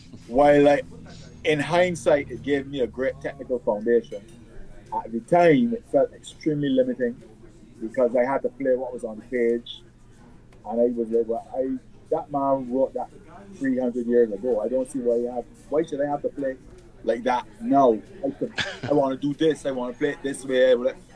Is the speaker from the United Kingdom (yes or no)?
yes; England, United Kingdom; born there; I was born in England, actually.